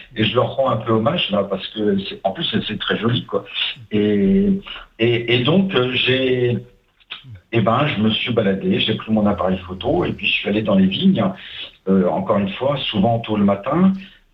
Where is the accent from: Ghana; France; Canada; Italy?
France; Grand Est; now in Saint-Gély-du-Fesc, France; chez moi en Champagne